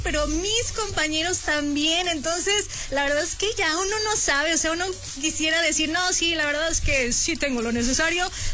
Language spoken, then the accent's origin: Spanish; Aguascalientes, Mexico; moved away; also born or lived in Mérida, Yucatán; soy hidrocálida.